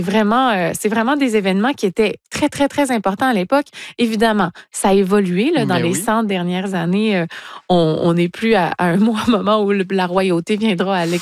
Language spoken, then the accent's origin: French; Rimouski, Quebec, Canada; Rimouski, ma terre natale